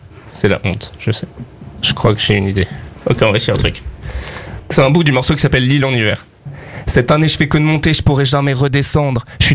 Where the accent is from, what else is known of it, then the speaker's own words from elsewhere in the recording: Paris, Île-de-France, France; c'est une des salles où je suis allé voir mes premiers concerts quand j'étais petit à Paris.